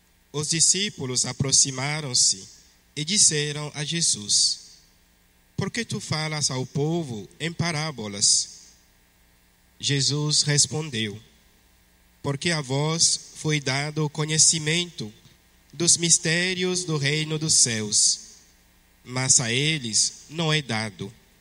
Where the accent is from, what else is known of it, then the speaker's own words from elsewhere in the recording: Togo; first language French; Portuguese is a second language; moved away as an adult; now in Brazil; Acho que vocês perceberam que o meu sotaque é diferente, não é? Eu sou de língua francesa, né? De um país que se chama Togo, na África. Apesar de estar no Brasil há 9 anos